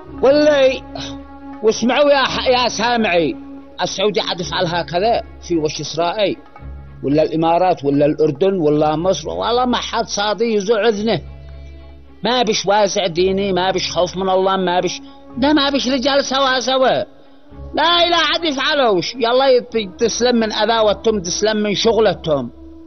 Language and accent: Arabic; Yemen